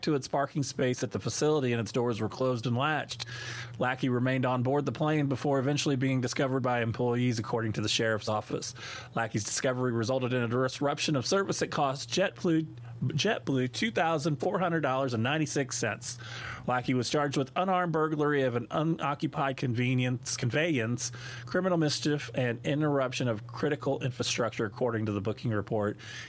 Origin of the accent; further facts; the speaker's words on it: St. Louis, Missouri, United States; now in New Orleans, United States; And, you know, growing up in St. Louis, the biggest sports icon in the city of St. Louis is Stan the Man Musial